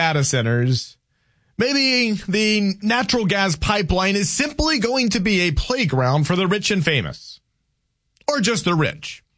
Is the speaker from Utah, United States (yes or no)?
no; Louisiana, United States; now in North Dakota, United States; Remember, I'm the Cajun guy. Remember, I'm the fella that's been here for 17 years up from Louisiana, and I made it.